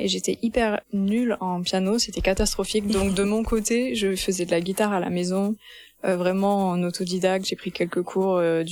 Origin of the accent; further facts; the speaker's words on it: Occitanie, France; accent: southwestern French; also born or lived in England; je suis née en Angleterre, mes deux parents sont anglais.